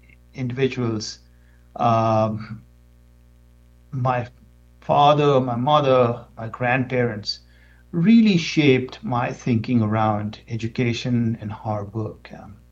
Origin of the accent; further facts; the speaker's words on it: India; now in United States; I come from India originally, which is a country which is, very big country with a lot of people and very high competition for resources.